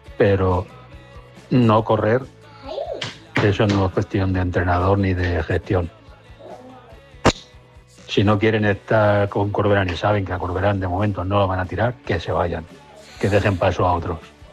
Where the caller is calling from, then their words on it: Valencia, Valencian Community, Spain; Buenos días, Jesús, desde Valencia.